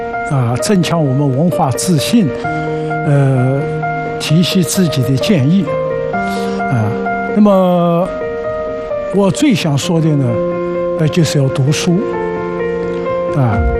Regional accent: China

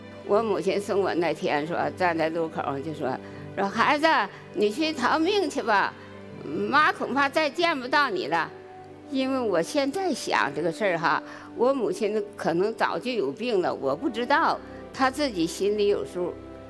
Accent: Northeast China, China; born there; now in Wuhan, China; 我出生的时候哈，侵华日军已经侵占东北好几年了

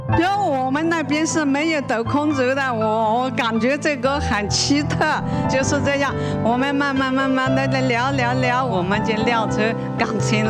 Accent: Yunnan, China; 我来自云南千年古城建设，

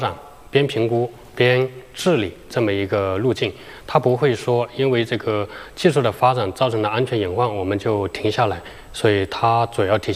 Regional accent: China

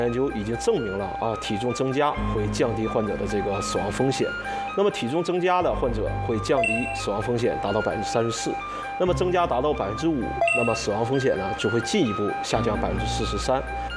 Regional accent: Northeast China, China; 我们东北人啊喜欢交友啊，喜欢喝酒，

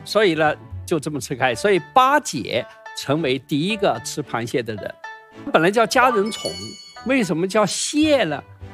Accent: southern China, China; 我也是南方人嘛。

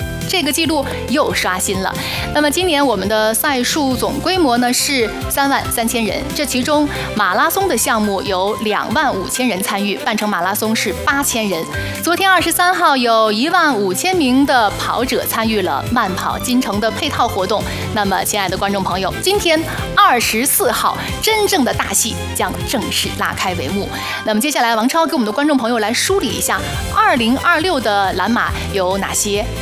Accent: Gansu, China; 就像我们甘肃人的性格一样朴实沉稳。

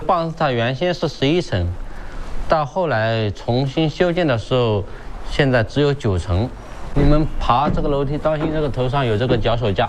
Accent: Suzhou, Jiangsu, China; 虽然我是土生土长的苏州人

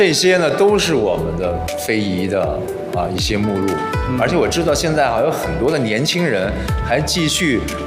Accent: northern China, China; 其实在我们北方啊，我就知道华北地区吧

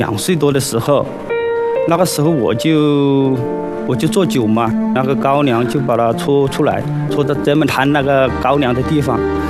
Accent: Hubei, China; moved away as an adult; now in Wusheng County, Guang'an, Sichuan, China; 我从小的时候就生活在湖北，我们那个地方在外面酿酒的老乡都很多

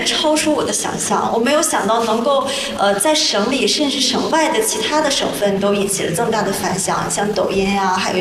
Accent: Northeast China, China; 然后觉得咱们东北人有他特有的一个幽默，

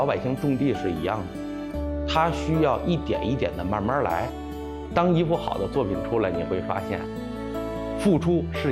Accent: China; 我们中国人

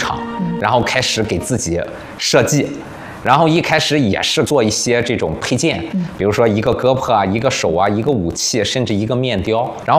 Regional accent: China; 我来自中国

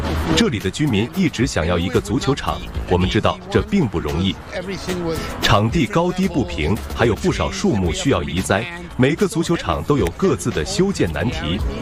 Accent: Italy; now in Miami, United States; 用我们意大利话说

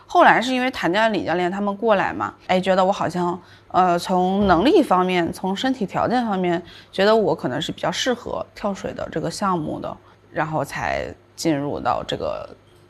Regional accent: Tianjin, China; 然后其实天津的小朋友，像我们那个年代，我们都是在河里长大的。

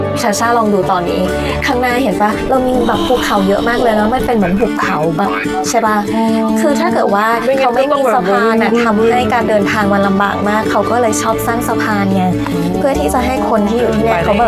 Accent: Thailand; 我们从泰国来，我们泰国也有这个

